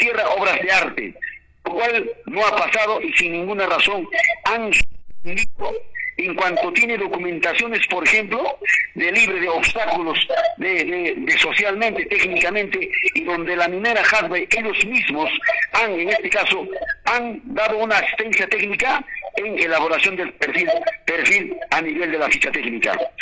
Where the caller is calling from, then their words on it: Chumbivilcas, Cusco, Peru; como buen peruano, como buen cusqueño, como buen chumbivilcano, como buen valiente combativo chumbivilcano